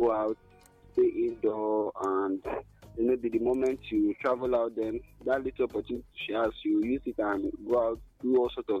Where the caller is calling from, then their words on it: Nigeria; I'm calling from Nigeria.